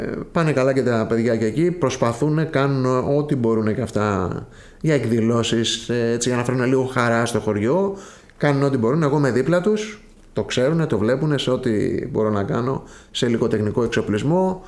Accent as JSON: {"language": "Greek", "town": "Piraeus", "region": "Attica", "country": "Greece", "tie": "born or raised there", "moved": "as an adult", "lives_now": "Corfu, Greece", "said": "είμαι από τον Πειραιά η καταγωγή. Είμαι καταγωγή από τη Μάνη, γέννημα Θρέμα στον Πειραιά."}